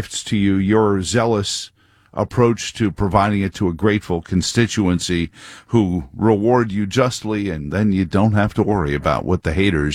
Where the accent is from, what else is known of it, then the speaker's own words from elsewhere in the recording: New York City, New York, United States; moved away; Growing up in Queens